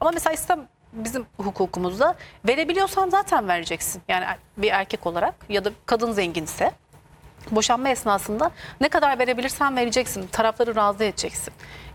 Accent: Tokat, Turkey; memleketim Tokat'ın

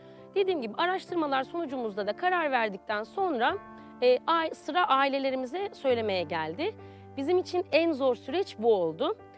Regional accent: İzmir, Turkey; Bir de ben şehirde büyüdüm. İzmir'in merkezinde büyüdüm. Köy hayatı bilmiyorum.

